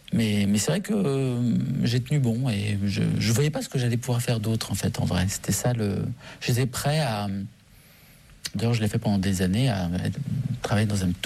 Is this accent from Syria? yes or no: yes; Syria; comme on posait cette question énormément quand j'étais enfant, notamment en Syrie, où les gens dans le village se demandaient